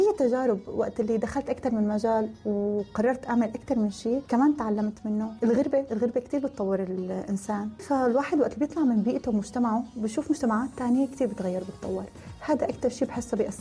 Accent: Aleppo, Aleppo Governorate, Syria; moved away as an adult; also born or lived in Dubai; now in Gaziantep, Turkey

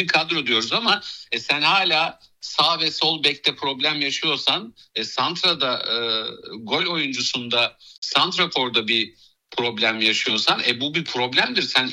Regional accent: Black Sea Region, Turkey; Ben Fatih Hoca'yı çok çok cani gönülden seven bir Karadenizliyim.

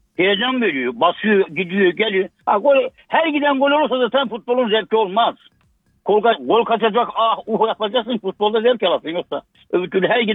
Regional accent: Erzincan, Turkey; Kerem Aktürkoğlu'na ben Erzincanlıyım. Erzincan Spor'dan beri Kerem Aktürkoğlu'na ayrı bir sempatim var.

